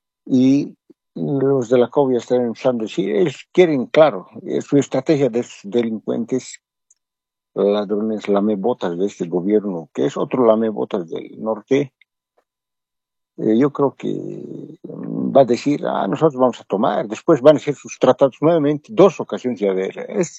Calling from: Cochabamba, Bolivia; le hablo de Cochamba.

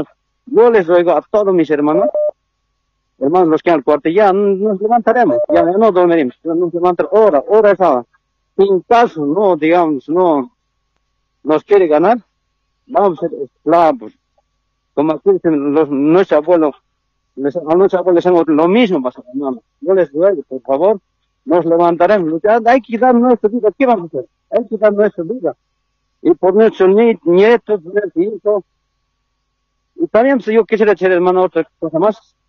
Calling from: Cochabamba, Bolivia; yo soy llamando aquí del Trópico, Central Independiente

